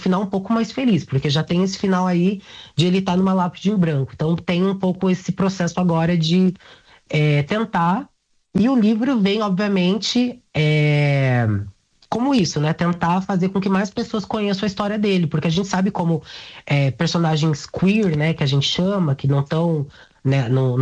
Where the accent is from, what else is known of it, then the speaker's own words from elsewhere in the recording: Rio Grande do Sul, Brazil; E aí, qual é engraçado para mim? Eu sou gaúcho.